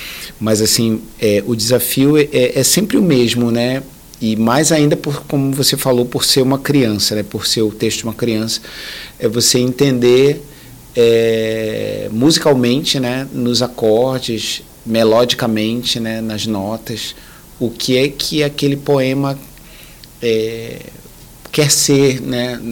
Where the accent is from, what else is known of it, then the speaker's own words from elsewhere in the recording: Pará, Brazil; born there; Uma delas, inclusive, fala sobre o Guamá, que é o meu bairro, né? O bairro onde eu nasci também